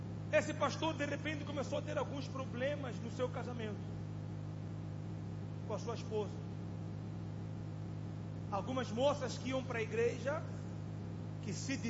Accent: Mozambique; moved away; foi um pastor em minha terra, Moçambique.

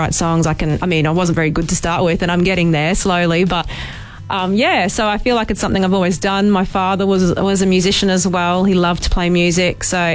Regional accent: Queensland, Australia; We're all from Far North Queensland. Most of us are, like, there's some of us from Cairns, some of us from the Tablelands.

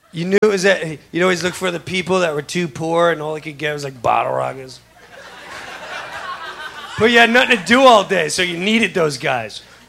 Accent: Long Island, New York, United States; where I grew up in Long Island, it was already awesome because you had to know someone to get fireworks.

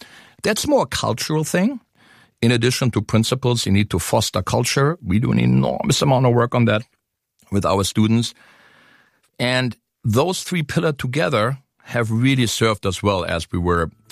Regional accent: West Berlin, Berlin, Germany; So I was born in West Berlin, the divided city.

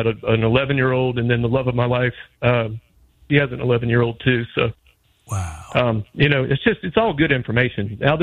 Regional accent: Atlanta, Georgia, United States; with my youth minister growing up in Atlanta, I was anything but a good child.

